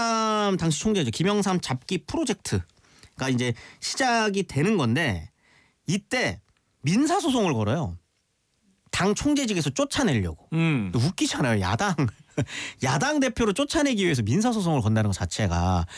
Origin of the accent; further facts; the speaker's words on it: Changwon, South Gyeongsang, South Korea; 제가 마산 사람이기 때문에.